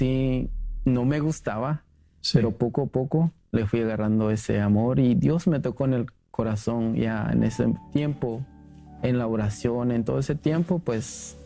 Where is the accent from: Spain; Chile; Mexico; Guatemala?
Guatemala; soy de Guatemala